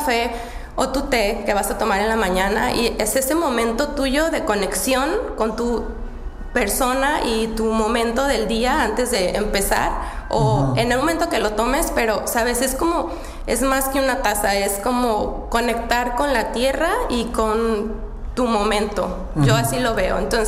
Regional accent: Mexico; now in Czech Republic; soy mexicana

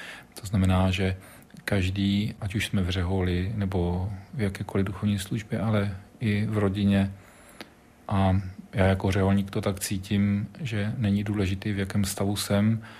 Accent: Prague, Czechia; protože pocházím z Prahy a ve františkánském klášteře stojí jeho socha.

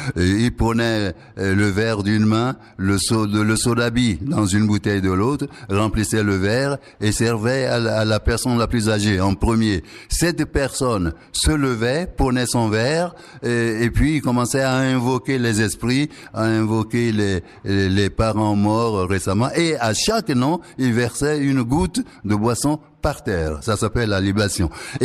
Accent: Togo; now in Greenland; Je n'ai jamais vu ça chez moi au Togo.

